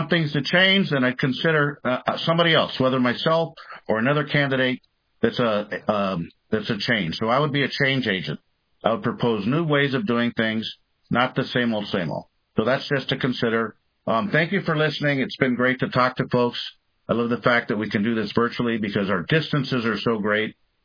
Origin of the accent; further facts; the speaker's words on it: Bethel, United States; I'm from Bethel. I've lived out here a lot of years.